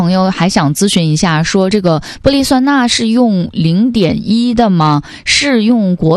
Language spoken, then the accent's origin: Chinese; Northeast China, China; accent: Northeastern dialect